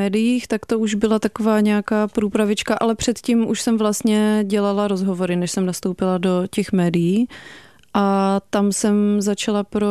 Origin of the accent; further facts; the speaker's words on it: Moravia, Czechia; Já jsem původně z Moravy, takže...